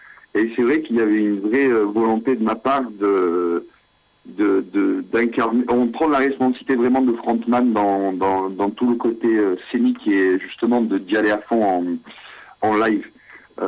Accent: Glasgow, Scotland, United Kingdom; je suis de Glasgow

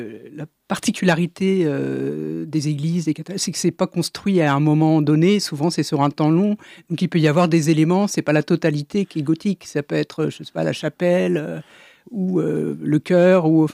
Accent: Normandy, France; moi, je viens de Haute-Normandie

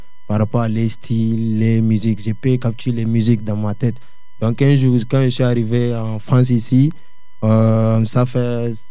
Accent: Ghana; Donc chez moi, comme ça, on fait High Life comme Ghana. Je viens de Ghana, chez moi, on fait High Life

